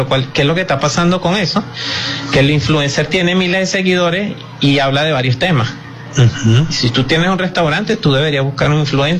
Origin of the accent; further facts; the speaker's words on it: Venezuela; nosotros como venezolanos